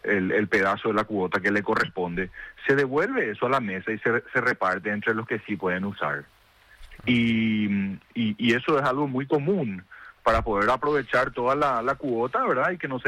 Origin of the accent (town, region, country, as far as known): Paraguay